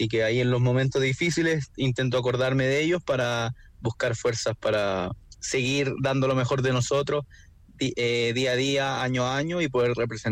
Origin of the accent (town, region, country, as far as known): Chile